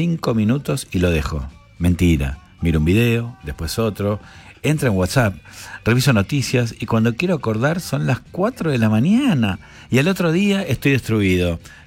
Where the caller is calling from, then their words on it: Lanús, Buenos Aires Province, Argentina; Hola, encendido … de Lanús.